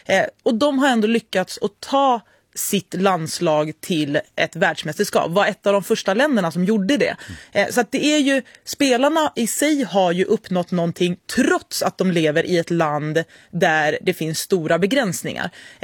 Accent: Iran; Men vi som iranier är ju fullt medvetna om vilka hot som kommer ifall vi på något sätt motsätter oss det som är islamiska regimens vägar.

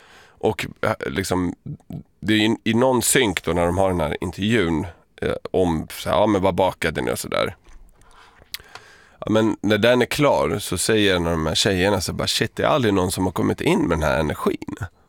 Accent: Serbia; Jag är en ilsken serb som inte vill förlora och inte kan baka.

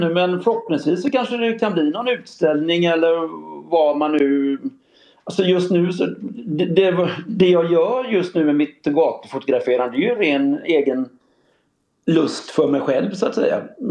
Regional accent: Varberg, Halland County, Sweden; born there; För länge sedan, hemma i Varberg en gång i tiden.

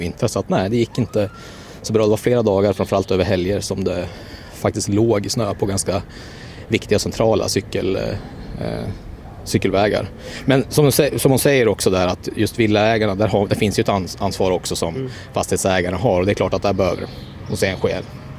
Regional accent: Norrland, Sweden; now in Burlöv, Sweden; jag som inflyttad norrlänning, det går alltid att dra lite på munnen åt snöröjning i Skåne så. Men där skickar man inte ut folk på cyklar i januari, det gör vi här i Burlöv.

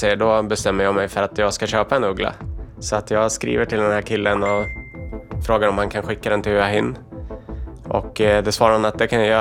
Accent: Sweden; moved away; För ja, jag kommer från Sverige, jag var med våra djurregler och här får man inte ha en uggla.

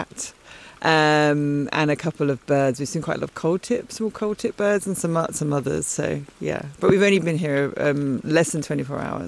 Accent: London, United Kingdom; Yeah, we come from London.

